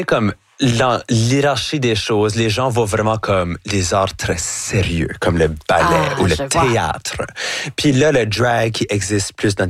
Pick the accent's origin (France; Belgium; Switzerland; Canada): Canada; New Brunswick; accent: chiac; Parce que j'ai un accent qui va jamais être neutre. So là, de complètement laisser ça aller, puis de faire tout ce que je fais avec mon accent, avec mon chiac. Pour moi, c'est comme, ah ben c'est bien plus fun parce que là, tout d'un coup, je peux comme apporter l'Acadie avec moi partout où j'y vais.